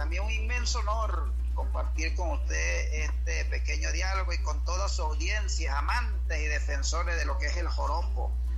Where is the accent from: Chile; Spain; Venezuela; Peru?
Venezuela; San Carlos, Cojedes; now in Guatire, Venezuela; Cojedes, San Carlos, la capital del estado Cojedes, de los llanos centro-occidentales de Venezuela. Soy nativo de la capital del estado Cojedes.